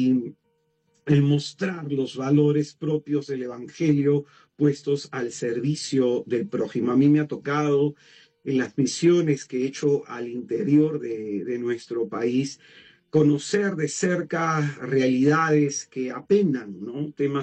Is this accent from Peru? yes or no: yes; Peru; uno como peruano